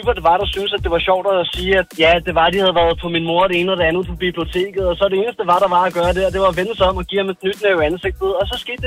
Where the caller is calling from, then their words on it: Zealand, Denmark; Jeg kommer fra Nordsjælland af, så en smule langt væk fra ulvene.